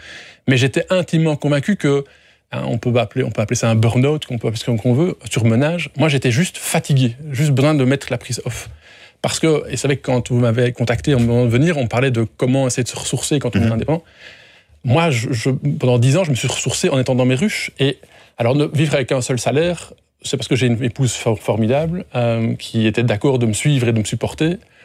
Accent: Fernelmont, Wallonia, Belgium; moi j'ai une petite section dans la région de Fernelmont, là d'où je viens

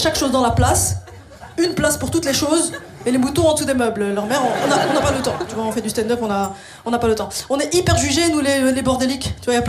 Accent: Molenbeek, Brussels-Capital Region, Belgium; je viens de Molenbeek, avant ça j'habitais à Bruxelles.

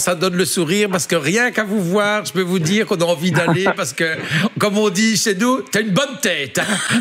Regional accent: Belgium; je suis Belges

